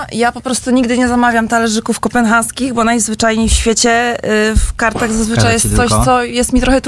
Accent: Gdańsk, Pomeranian Voivodeship, Poland; ja jestem z Gdańska.

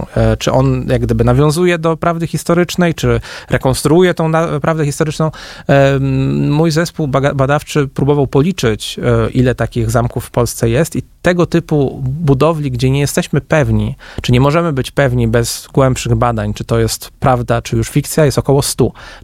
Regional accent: Lower Silesian Voivodeship, Poland; ja jestem w ogóle z Dolnego Śląska

